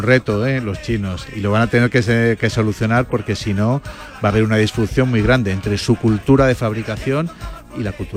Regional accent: A Coruña, Galicia, Spain; Sí, yo es que soy de Coruña.

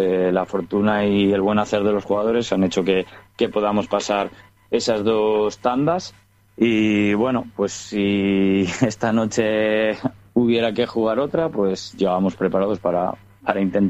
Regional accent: Binéfar, Aragon, Spain; todos los que somos de Binéfar y del Binéfar

